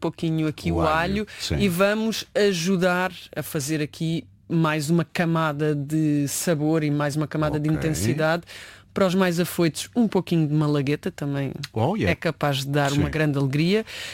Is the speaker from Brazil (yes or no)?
no; Alentejo, Portugal; Eu sou alentejana, nota-se.